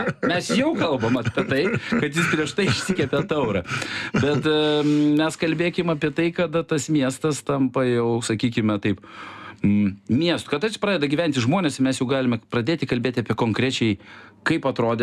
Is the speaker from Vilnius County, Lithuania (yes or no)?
yes; Vilnius, Vilnius County, Lithuania; Aš tai, pavyzdžiui, aš iš Jeruzalės mikrorajono